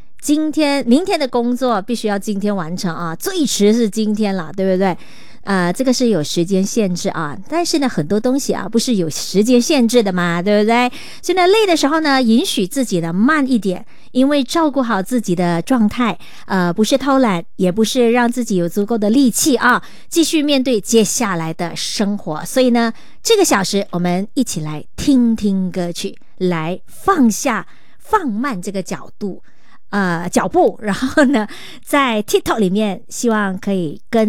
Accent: Malaysia

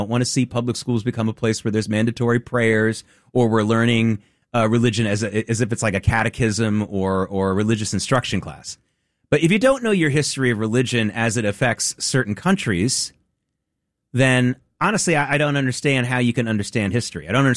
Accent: the South, United States; I grew up in the South as a very proud Jewish young man.

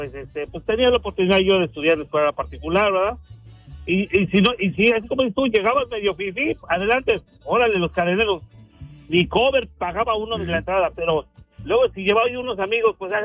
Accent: Mexico; La salsa, uno como mexicano a ellos.

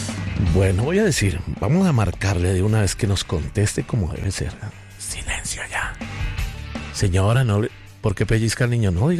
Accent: Colombia; somos madrugadores colombianos, por finalmente colombianos.

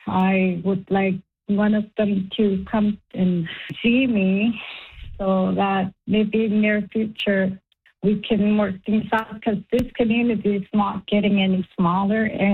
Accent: Sanikiluaq, Nunavut, Canada; also born or lived in Churchill, Manitoba; But I was raised here in Seniküluak most of my life.

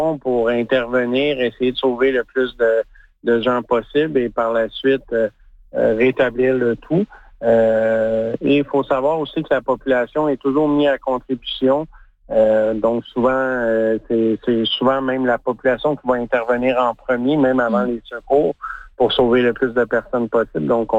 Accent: Canada; plus près de chez nous au Canada

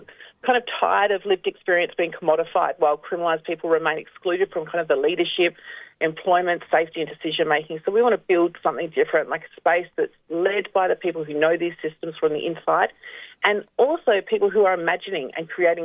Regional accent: South Australia, Australia; I was born and raised on Kaurna country, but my mother's country is in the southwestern areas, the one they call Victoria. But I wasn't raised by my mother, but I was raised here in Kaurna country.

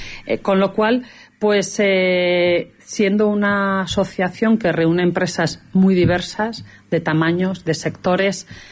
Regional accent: Calatayud, Aragon, Spain; born there; que somos de Calatayud, nacido en Calatayud, y que generación tras generación seguimos impulsando.

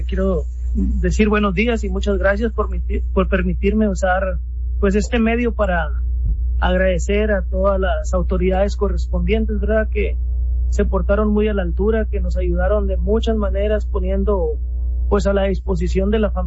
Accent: Santa María, Mexico; nosotros somos del ejido de Santa María, vino una cuadrilla de la comunidad grande

